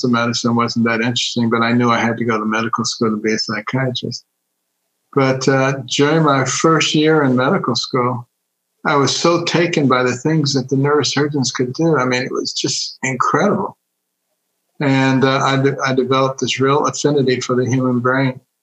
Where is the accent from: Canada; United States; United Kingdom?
United States; Detroit, Michigan; also born or lived in Boston, United States; I grew up in Detroit.